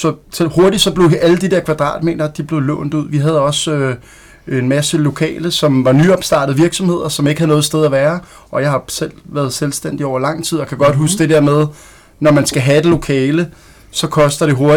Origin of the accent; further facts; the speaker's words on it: Rødovre, Capital Region of Denmark, Denmark; Og så jeg er jo født og opvokset her på Valhøjs Allé.